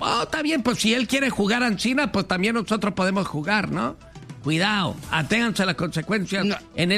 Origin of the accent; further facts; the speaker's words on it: Mexico; Pura Mexican. Emma, no sé qué quiere decir Mexican. Soy mexicana.